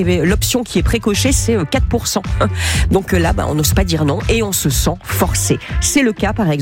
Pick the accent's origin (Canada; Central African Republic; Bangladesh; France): France; Bref, le pourboire imposé, faudrait pas que ça devienne trop la tendance chez nous en France.